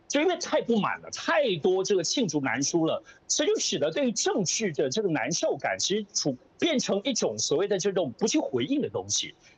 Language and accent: Chinese; New Taipei, Taiwan; 因为我是新北这边的民众，我包括街坊邻居问一下